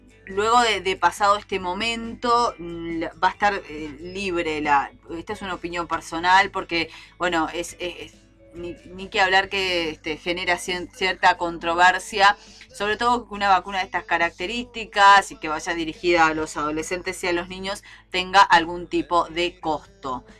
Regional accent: Pando, Canelones, Uruguay; Yo soy de Pando

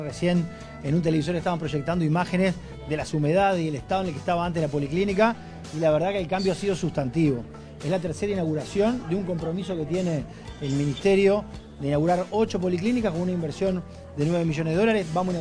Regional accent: Canelones, Uruguay; como canarios agradecemos y mucho

